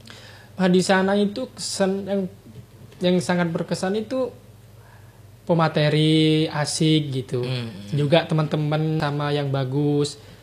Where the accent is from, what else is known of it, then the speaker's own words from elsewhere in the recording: Madura, East Java, Indonesia; Saya dari Madura membawa petis Madura itu.